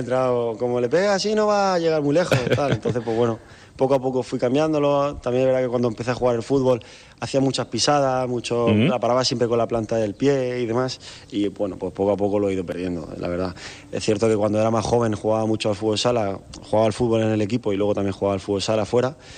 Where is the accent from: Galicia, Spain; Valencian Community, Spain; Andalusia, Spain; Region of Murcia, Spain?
Region of Murcia, Spain; Murcia; born there; Yo nací en Murcia, sí.